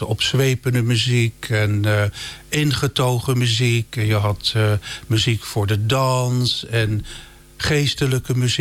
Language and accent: Dutch; Rotterdam, South Holland, Netherlands; born or raised there